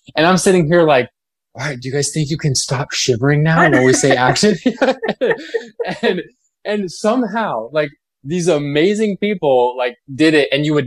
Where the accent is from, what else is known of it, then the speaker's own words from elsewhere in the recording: Seattle, Washington, United States; I'm from the Pacific. I'm from Seattle. Like, we get rain, but it's like drizzle.